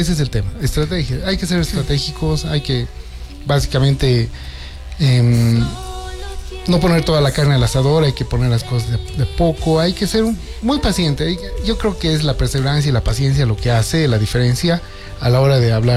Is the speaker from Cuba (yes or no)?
no; Oruro, Bolivia; now in La Paz, Bolivia; Yo soy orureño, pero yo me he venido a La Paz corriendo en los 90s, porque aquí es donde pasaba absolutamente todo, y sigue pasando absolutamente todo